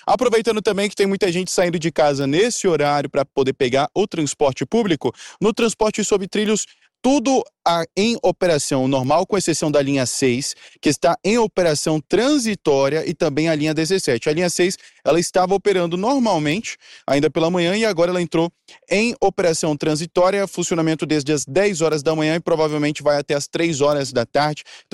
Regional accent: Manaus, Amazonas, Brazil; now in São Paulo, Brazil; Eu que vim de Manaus, encontrei mais áreas verdes aqui em São Paulo do que a capital amazonense

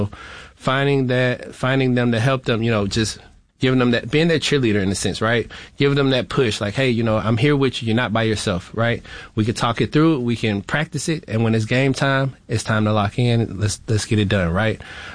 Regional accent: Florida, United States; born or raised there

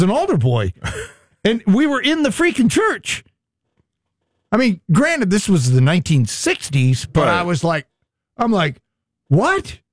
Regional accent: New York City, New York, United States; I was an altar boy growing up in St. Robert's school and church, where our family went to in Flushing.

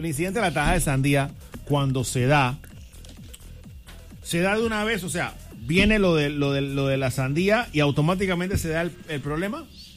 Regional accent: Panama; Historia patria de nuestra República de Panamá

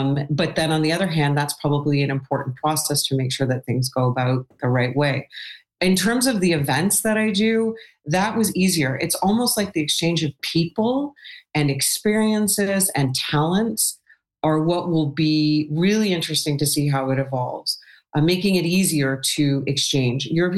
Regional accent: Toronto, Ontario, Canada; But I spoke French and I was from Toronto.

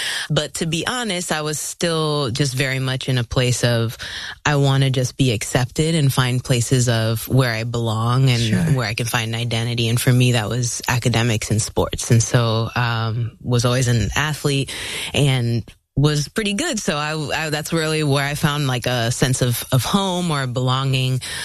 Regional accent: Orlando, Florida, United States; born or raised there; also born or lived in Philippines

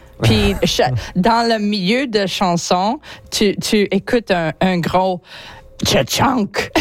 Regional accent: New Brunswick, Canada; je viens de Nouveau-Brunswick

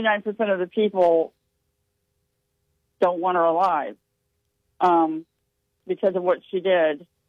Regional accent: Ohio, United States; moved away as an adult; now in Nashville, United States; So I'm born and raised in Ohio. I went to college. One of my colleges, I went to Ohio, but I live in Nashville now.

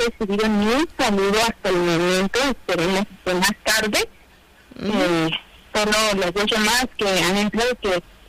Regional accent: San Andrés Chicahuatlán, Oaxaca, Mexico; now in Tlaxiaco, Mexico; originalmente soy originaria de San Andrés, Chicahuatlán.

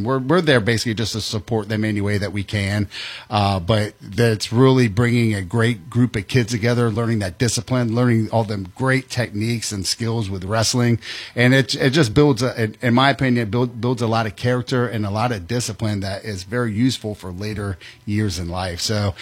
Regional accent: Florida, United States; also born or lived in Lake Worth; Well, I was born down in Lake Worth, so Florida native. Moved up here in 1992. And been here ever since.

